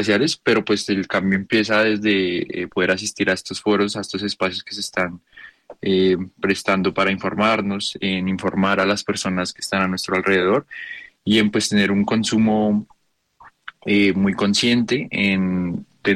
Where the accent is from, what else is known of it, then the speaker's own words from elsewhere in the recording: Colombia; Y pues la pérdida de estos como colombianos pues nos afecta